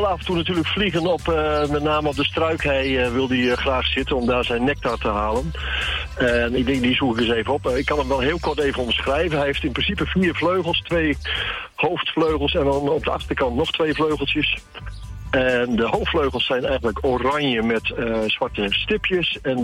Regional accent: Almelo, Overijssel, Netherlands; ik kom zelf uit Almelo.

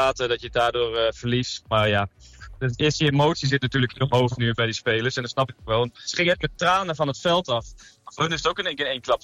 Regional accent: Hardenberg, Overijssel, Netherlands; now in Hilversum, Netherlands; In Hilversum wonen we nu. Ik ben opgegroeid in Harderberg, maar we zijn nu een beetje verhuisd naar centraal van het land.

